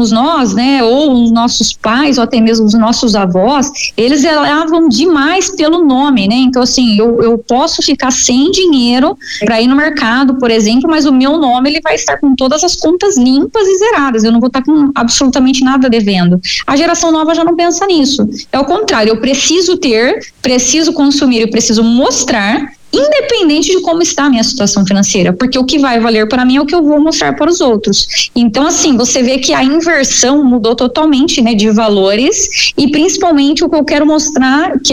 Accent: Brazil; como brasileira, né, eu vou lá e abro um CNPJ.

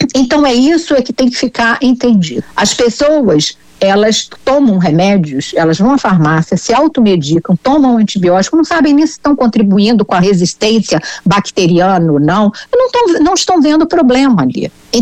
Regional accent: Rio de Janeiro, Brazil

